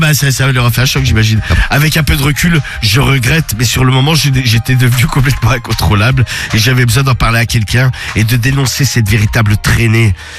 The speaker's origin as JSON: {"language": "French", "town": "Troyes", "region": "Grand Est", "country": "France", "said": "j'ai 33 ans et je suis de Troyes."}